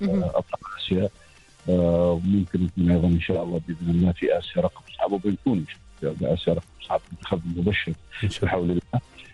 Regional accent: Oman; هنا عندنا في عمان

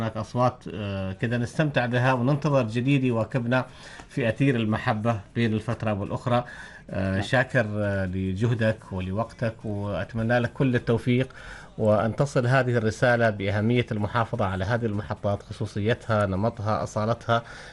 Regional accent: Oman; موروثنا العماني

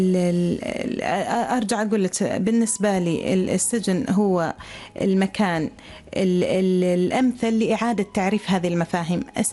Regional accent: Oman; إحنا أنا كاتبة عمانية وصوت عماني، وعمان ما في معزل عن العالم

